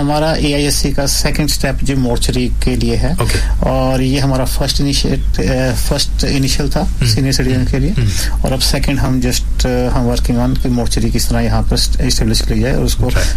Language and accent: Hindi; Haryana, India; now in Australia; हम हरियाणा से बिलोंग करते हैं